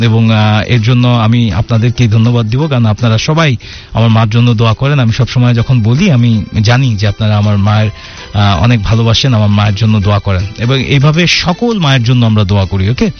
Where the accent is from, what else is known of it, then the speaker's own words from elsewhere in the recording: Dhaka, Dhaka Division, Bangladesh; moved away; আমি যেহেতু ঢাকার মানুষ